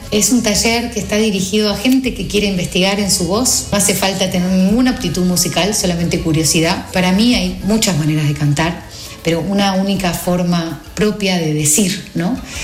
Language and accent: Spanish; Argentina; moved away as an adult; now in Madrid, Spain; Soy una música argentina, pero que hace muchos años, hace como 19 años que vive en Madrid.